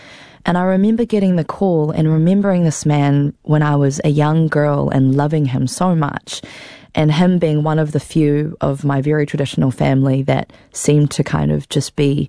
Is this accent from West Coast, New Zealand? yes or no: no; Auckland, New Zealand; When I was growing up in Tamaki Makaurau, I grew up with a lot of internalized racism, and I was really ashamed of who I was in terms of my Asian heritage, my Taiwanese heritage.